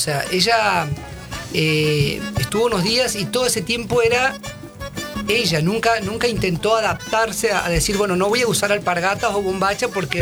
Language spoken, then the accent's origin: Spanish; Charata, Chaco, Argentina; moved away; also born or lived in Resistencia; yo soy de Charata. Charata es una ciudad que está en el interior de la provincia, a 300 kilómetros de Resistencia.